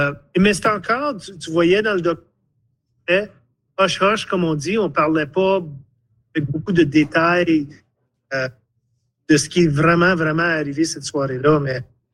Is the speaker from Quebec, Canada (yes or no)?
no; Ontario, Canada; Donc, en grandissant au Nord, mon père était camionneur.